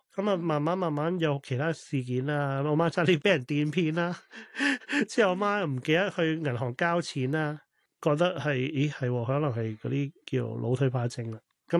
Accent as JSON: {"language": "Cantonese", "country": "Hong Kong", "moved": "yes", "said": "我系香港人啦，本身咁。但是我都有在外國很久的時間浸，叫所謂浸淫過啦"}